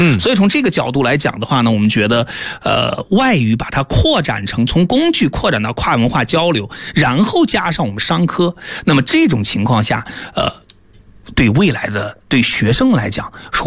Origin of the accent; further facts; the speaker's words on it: China; 我们中国人